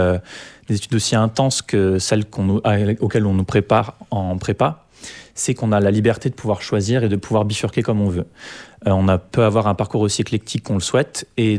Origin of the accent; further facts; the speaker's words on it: New Caledonia; born there; moved away as an adult; Je suis calédonien de naissance.